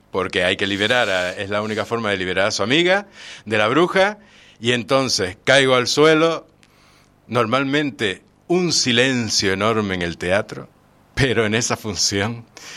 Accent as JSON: {"language": "Spanish", "region": "Canary Islands", "country": "Spain", "said": "yo es que soy canario"}